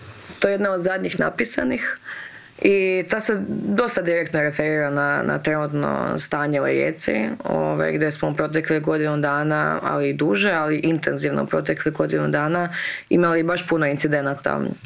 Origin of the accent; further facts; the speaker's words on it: Vukovar, Vukovar-Syrmia County, Croatia; ja nikad nisam vidjela toliko murala kao u Rijeci, odrasla sam u Vukovaru. Odrasla sam u Vukovaru uz grafite Ubi Srbina i to mi je bilo kao nešto standardno.